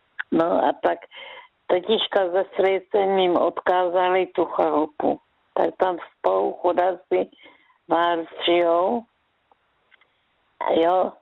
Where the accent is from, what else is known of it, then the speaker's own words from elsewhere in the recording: Velké Karlovice, Zlín Region, Czechia; born there; kdy jsem měla tetičce do Velké Karlovic, kde je moje rodiště.